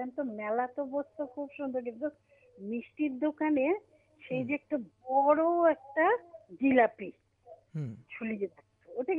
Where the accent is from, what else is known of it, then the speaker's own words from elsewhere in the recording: West Bengal, India; born there; now in Siliguri, India; আমি কলকাতার ওদিককার মেয়ে।